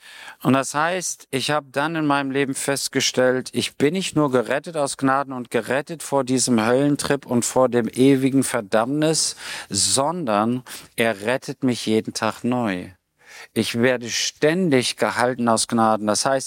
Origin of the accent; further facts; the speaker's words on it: Rhineland-Palatinate, Germany; now in Stuttgart, Germany; Ich komme ja aus Rheinland-Pfalz. Und dann kam ich nach Stuttgart.